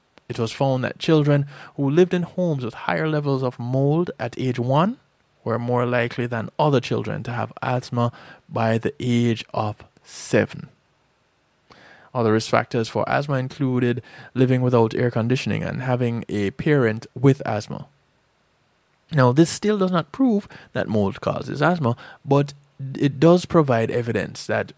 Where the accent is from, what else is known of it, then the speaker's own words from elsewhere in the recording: Jamaica; now in United States; I grew up in Jamaica.